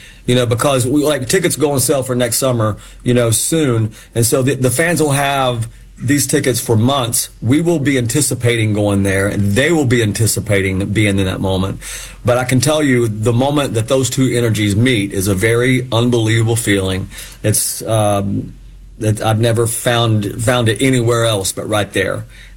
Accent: Knoxville, Tennessee, United States; born or raised there

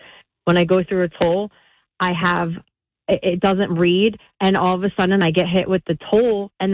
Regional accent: New Jersey, United States; moved away as an adult; also born or lived in Staten Island, New York; now in Freehold, United States; So I used to live in Staten Island, and I moved to Jersey, but I'm originally from Jersey.

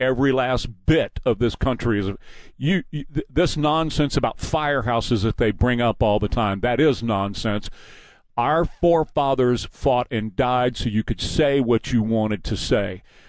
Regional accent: Texas, United States; as Texans

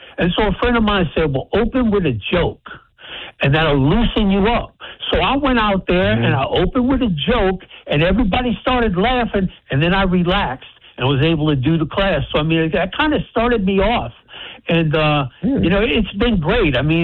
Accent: New Orleans, Louisiana, United States; moved away; I was in the Army for 10 years active. And I'm originally from New Orleans.

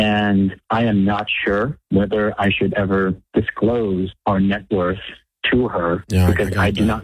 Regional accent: San Jose, California, United States; also born or lived in Korea; I was born in Korea, but I was raised in San Jose.

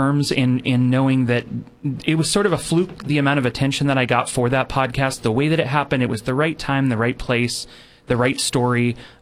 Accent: California, United States; I grew up in Orchid, and okay. That's where I was born and raised. But my dad moved to California from Louisiana.

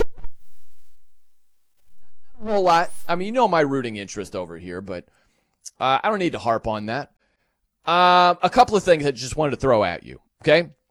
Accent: South Bend, Indiana, United States; I'm from South Bend, Indiana.

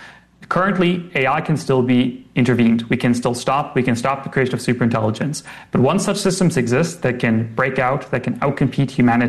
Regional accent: United States; As an American, it is always, of course, very hard to know truly what is going on in China. Don't know much about China. I do not speak Chinese.

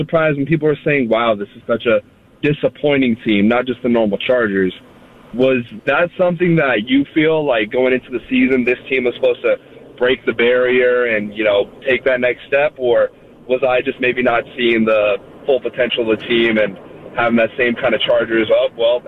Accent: San Diego, California, United States; I'm from San Diego, so you know, they moved away a lot of people have animosity.

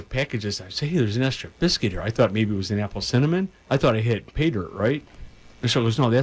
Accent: Chicago, Illinois, United States; I'm from the South Side. That's how we say it.

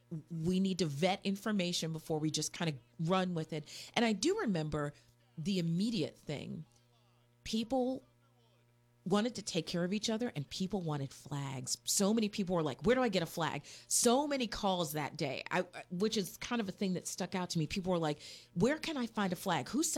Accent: Frederick, Maryland, United States; I was working in my hometown of Frederick, Maryland.

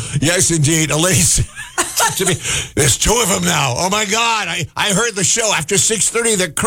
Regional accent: Biddeford, Maine, United States; I grew up in Biddeford Pool, needless to say. I taught myself to surf there.

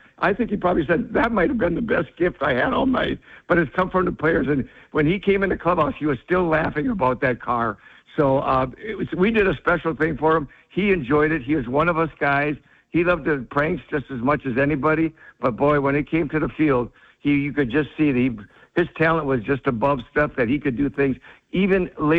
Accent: Wisconsin, United States; born and raised here

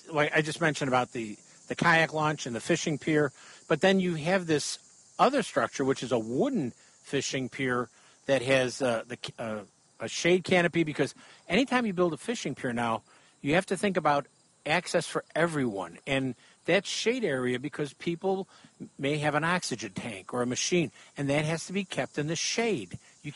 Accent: Chicago, Illinois, United States; you're talking to a guy that grew up in the middle of the city of Chicago. I grew up behind the stockyards.

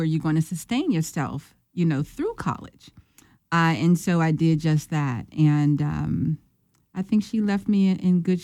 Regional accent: Pittsburgh, Pennsylvania, United States; moved away; I'm originally from Pittsburgh.

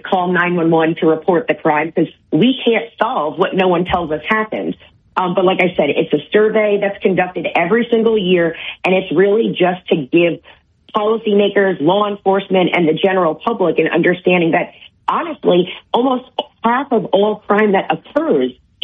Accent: New York City, New York, United States; I'm from New York City

